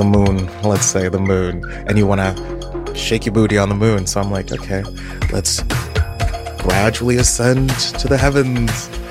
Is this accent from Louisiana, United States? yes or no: no; Richardson Park, Illinois, United States; moved away as an adult; now in Chicago, United States; I'm from Richardson Park, Illinois, which is like 45 minutes outside of the city. My church family was always out here. My mom was raised out here. Like, I've been in Chicago my whole life, basically. But I moved out here by myself in 2019